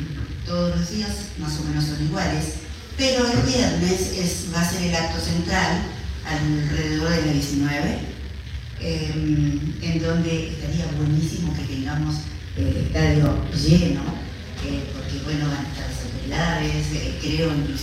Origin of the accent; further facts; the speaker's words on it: Reconquista, Santa Fe, Argentina; Un placer, realmente, un placer volver a Reconquista, mi tierra natal.